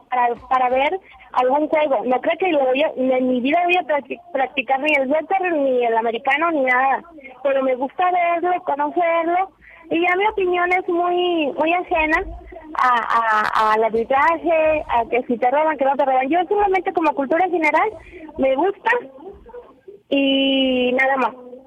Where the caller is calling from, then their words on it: Monterrey, Nuevo León, Mexico; las que somos de Monterrey, las que no somos de aquí.